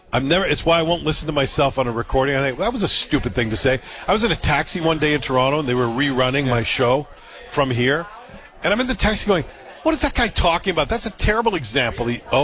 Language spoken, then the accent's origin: English; Scotland, United Kingdom; born there; moved away; I was born in Scotland?